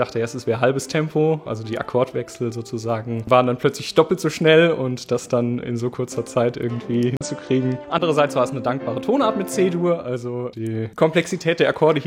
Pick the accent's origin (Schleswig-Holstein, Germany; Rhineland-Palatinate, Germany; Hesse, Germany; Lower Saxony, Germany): Hesse, Germany; Frankfurt; Ich komme aus Frankfurt und studiere an der Hochschule für Musik und Darstellende Kunst in Frankfurt.